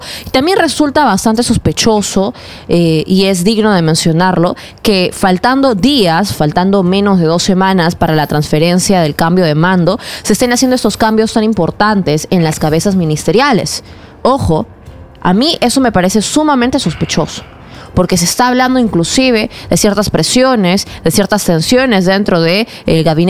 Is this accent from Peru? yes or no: yes; Peru; nosotros como peruanos